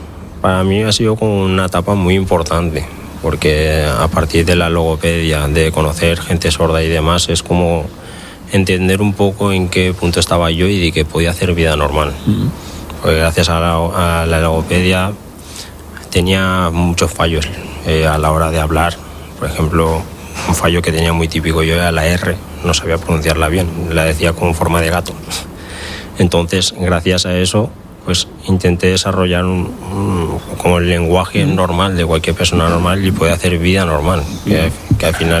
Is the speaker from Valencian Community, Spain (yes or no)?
yes; Burriana, Valencian Community, Spain; me acuerdo que fue de Roberto y Isabela, que son también del pueblo donde soy yo, de Burriana.